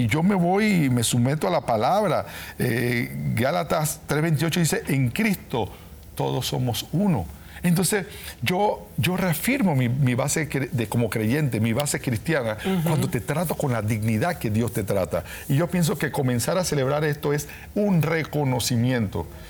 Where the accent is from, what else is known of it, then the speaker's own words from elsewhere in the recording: Panama; por muy panameño que sea y por mucho que me gusten las tradiciones panameñas